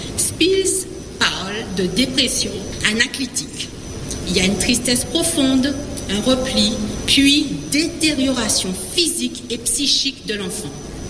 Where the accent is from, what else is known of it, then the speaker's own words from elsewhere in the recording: Guadeloupe; chez nous en Guadeloupe.